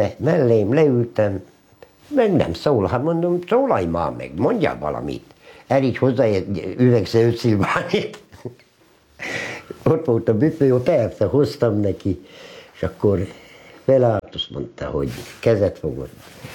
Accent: Ózd, Borsod-Abaúj-Zemplén, Hungary; born there; moved away; Nem tudom elfelejteni Ózdot. Mert ott születtem, ott van minden gyökerem.

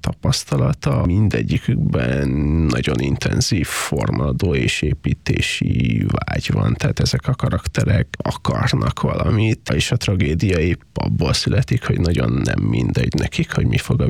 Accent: Transylvania, Romania; a saját Erdélyhez való viszonyomnak és a szülőföldemmel kapcsolatos érzéseimnek, gondolataimnak az objektivációja is.

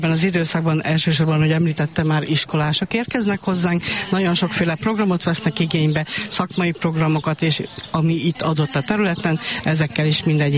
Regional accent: Dévaványa, Békés, Hungary; Hát nekem Dévaványa, itt ez a térség, itt is nőttem fel, a gyerekeim is itt nőttek föl

